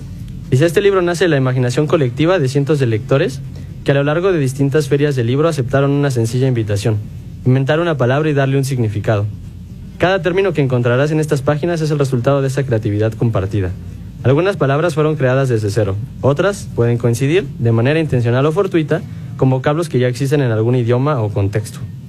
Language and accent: Spanish; State of Mexico, Mexico; now in Pachuca, Mexico; soy originario del Estado de México, pero radico en Pachuca.